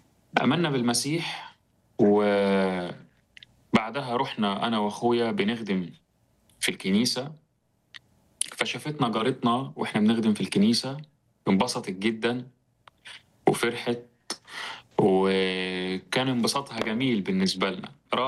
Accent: Egypt; born there; وانا اتولدت في مصر من خلفية اسلامية سنية،

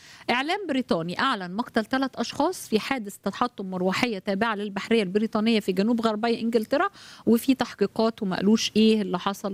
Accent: Egypt; عندنا في مصر

